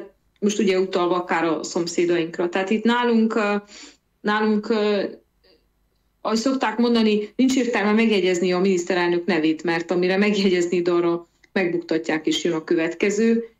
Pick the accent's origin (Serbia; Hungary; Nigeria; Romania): Romania; Transylvania